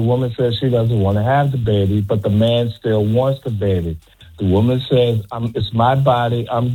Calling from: Georgia, United States; I'm calling from Georgia.

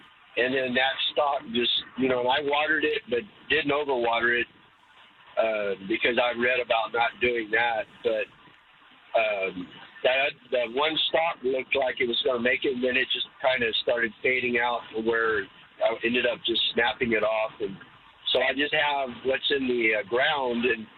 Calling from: Comfort, Texas, United States; I'm traveling from Comfort to San Antonio.

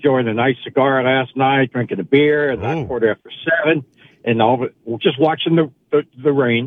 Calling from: Pennsylvania, United States; Hampton Township.

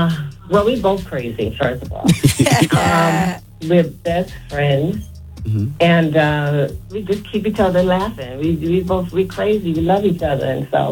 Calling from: New York City, New York, United States; from Brooklyn.

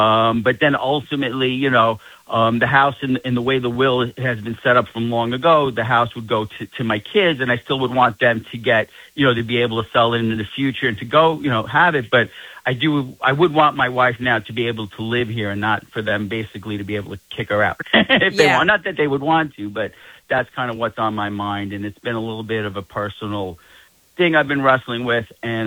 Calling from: Queens, New York, United States; I'm calling from Queens, Corona, Queens.

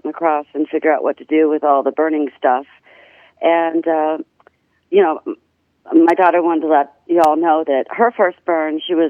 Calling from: Greece; We now live in Greece, on a small island close to the Turkish border.

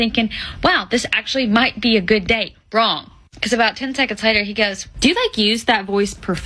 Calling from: the South, United States; accent: Southern; I'm from the South.

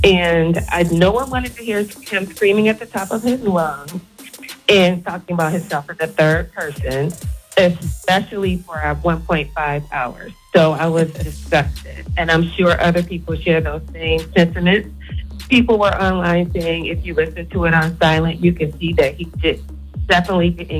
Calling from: Myrtle Beach, South Carolina, United States; I am calling from Myrtle Beach.

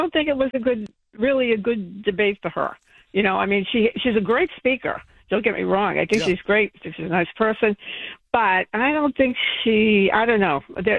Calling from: Cambridge, Massachusetts, United States; I'm an independent, even though I'm from Cambridge.

